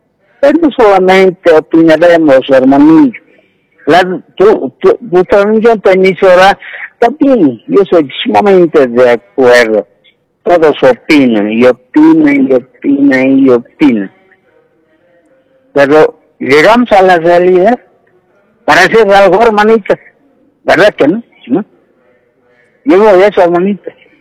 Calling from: Cochabamba, Bolivia; De Cochabamba, ¿no? Yo vivo en Cochabamba, en la zona sur, en Huaraca

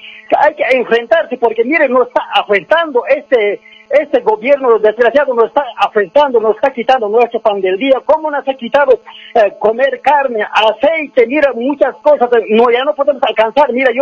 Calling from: Cochabamba, Bolivia; estoy llamando del departamento de Cochabamba

